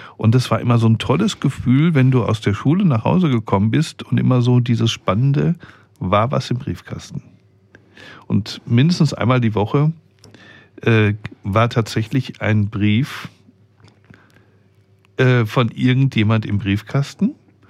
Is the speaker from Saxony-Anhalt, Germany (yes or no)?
no; Herne, North Rhine-Westphalia, Germany; moved away; Und meine Eltern, also wir kommen ja ursprünglich aus dem Ruhrpott, ne? Aus Herne.